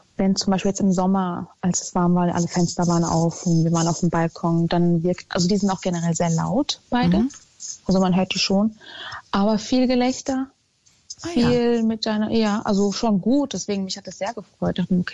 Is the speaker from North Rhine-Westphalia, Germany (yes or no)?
no; Hesse, Germany; Ja, tatsächlich, ich komme ursprünglich aus dem Taunus